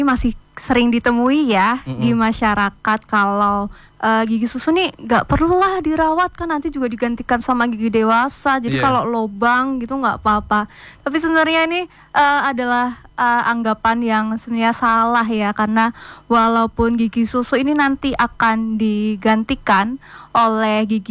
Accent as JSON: {"language": "Indonesian", "town": "Yogyakarta", "region": "Special Region of Yogyakarta", "country": "Indonesia", "moved": "as an adult", "lives_now": "Sintang, Indonesia", "said": "Saya aslinya Jogja, jadi ini baru pertama kali ke Sintang"}